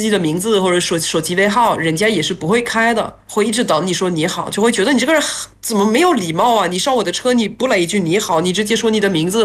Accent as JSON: {"language": "Chinese", "country": "France", "second_language": "Chinese", "said": "我是来自法国的"}